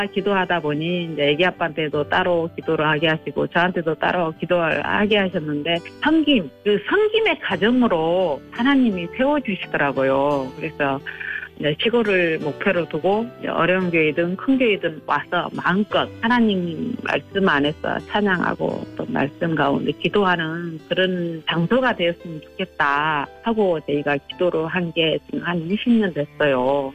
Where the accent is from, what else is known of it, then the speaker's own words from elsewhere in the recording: Suncheon, South Jeolla, South Korea; 제가 순천 사람입니다.